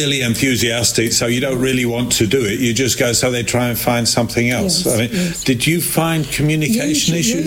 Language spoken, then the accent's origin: English; Yorkshire and the Humber, United Kingdom; for us, in growing up in Yorkshire